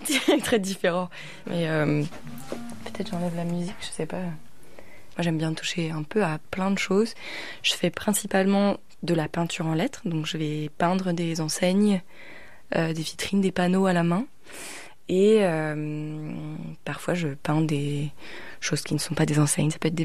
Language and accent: French; Brittany, France; j'ai grandi à Poule-Rosier